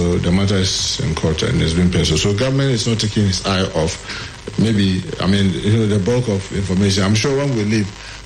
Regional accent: Ghana

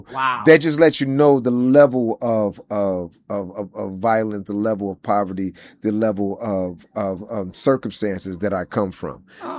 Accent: St. Louis, Missouri, United States; And I grew up in St. Louis. St. Louis is full of a lot of love, a lot of great people

